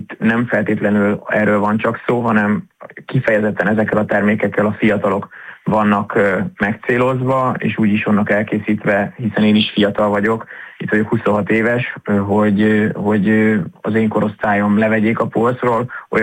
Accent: Szekszárd, Tolna, Hungary; Mindannyian szekszárdiak vagyunk.

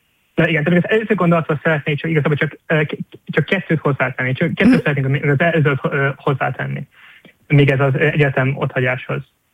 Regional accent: Szentes, Csongrád-Csanád, Hungary; hiszen én Szentesről vagyok. Ez egy kis alföldi település, ahol az ember nyilván nem hall startupokról, meg ilyesmi dolgokról.

